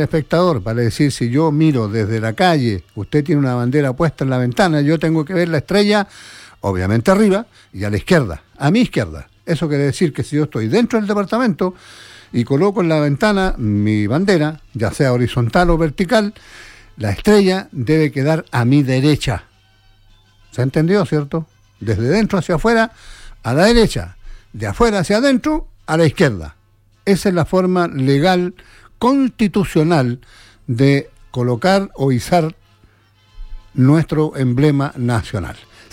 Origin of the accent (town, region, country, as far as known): Chile